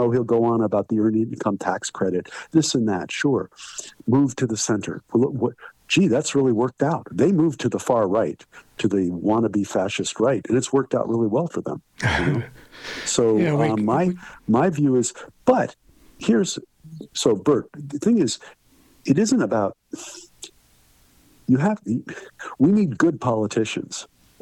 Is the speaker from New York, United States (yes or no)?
yes; New York, United States; I'm a New Yorker, basically.